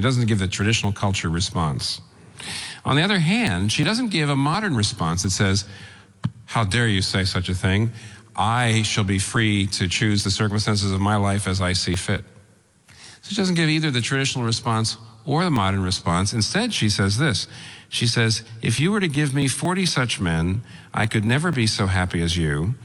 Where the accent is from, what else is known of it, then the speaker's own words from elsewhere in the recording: Pennsylvania, United States; moved away; I'm from Pennsylvania.